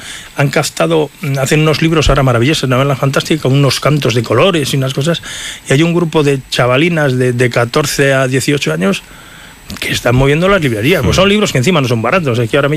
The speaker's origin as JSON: {"language": "Spanish", "country": "Spain", "said": "Funciona muy bien, como españoles que somos."}